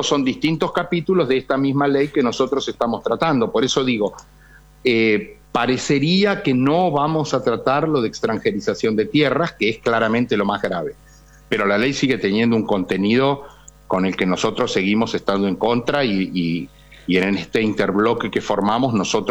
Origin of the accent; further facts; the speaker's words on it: San Luis, Argentina; Yo soy de San Luis